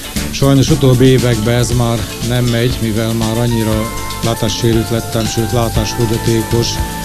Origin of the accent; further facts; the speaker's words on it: Csorna, Győr-Moson-Sopron, Hungary; én Győr-Moson-Sopron megyébe születtem Csornán, és a mai napig is ott élek a Rába közbe.